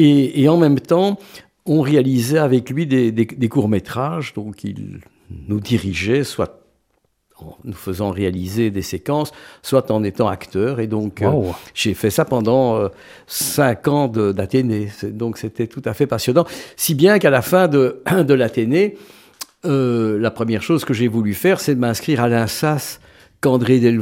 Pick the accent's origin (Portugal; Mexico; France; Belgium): Belgium; Schaerbeek, Brussels-Capital Region; Je suis né à Schaarbeek. Et donc, j'ai passé à peu près les 15 premières années de ma vie dans cette commune, très pittoresque, en tout cas dans mon souvenir, de l'agglomération bruxelloise.